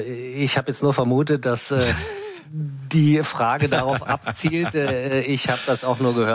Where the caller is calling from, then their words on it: Cottbus, Brandenburg, Germany; Aus Cottbus